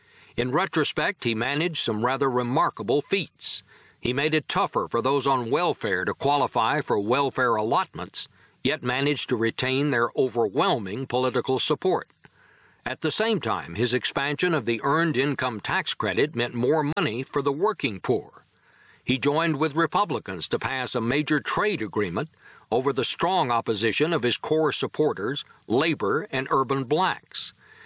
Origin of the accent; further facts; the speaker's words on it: Texas, United States; Because I come from Texas, I do not subscribe to the notion prevalent in the northeastern part of the country that all wisdom somehow originates there. I come from a long line of conservative Texas Democrats